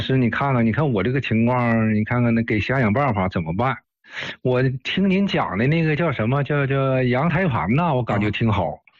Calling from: Dalian, Liaoning, China; 我家是大连的

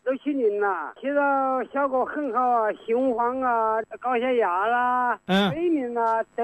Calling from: Xiaogan, Hubei, China; 我是孝感茅城。

